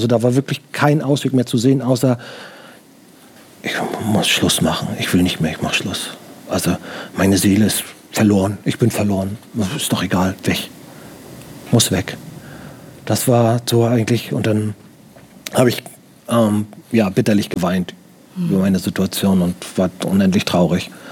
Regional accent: Baltic coast, Germany; Ich komme aus der Nähe von der Ostsee.

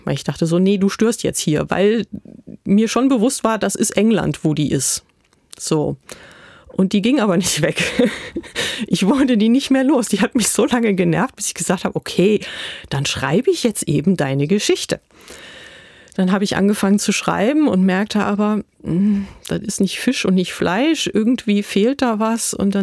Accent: Germany; Als Deutsche ein englisches Buch schreiben

